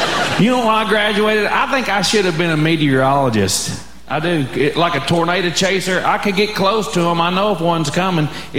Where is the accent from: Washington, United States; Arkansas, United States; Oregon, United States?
Arkansas, United States; I'm from a little town in Arkansas. Six people in my graduating class.